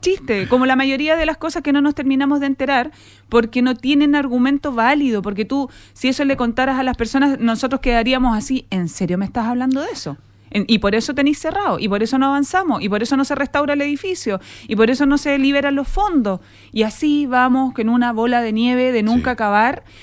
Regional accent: Chile; now in Iquique, Chile

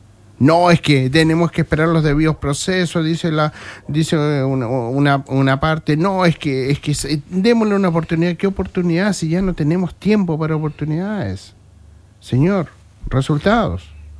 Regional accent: Chile

